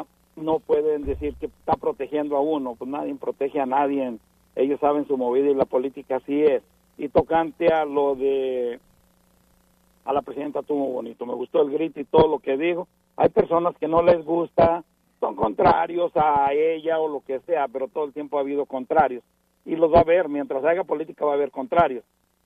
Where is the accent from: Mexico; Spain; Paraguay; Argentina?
Mexico; born there; Entonces, pero yo traemos sangre de y española y somos mexicanos, nacimos en México.